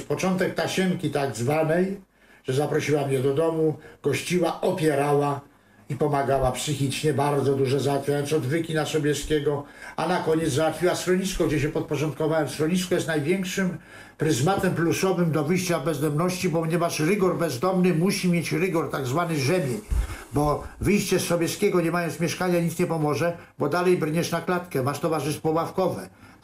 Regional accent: Radom, Masovian Voivodeship, Poland; Urodziłem się koło kina Przyjaźń, naprzeciwko 200 metrów w Radomiu było kino Przyjaźń.

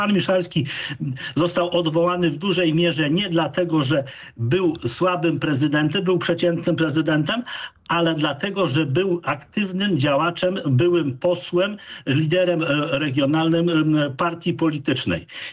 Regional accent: Gdańsk, Pomeranian Voivodeship, Poland; No ja jestem z Gdańska

